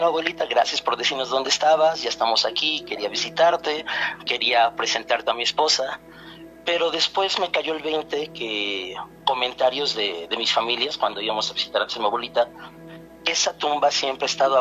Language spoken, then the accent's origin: Spanish; Atlixco, Puebla, Mexico; Yo soy de Puebla. Sí, señor. Pero toda mi vida estoy en Atlixco.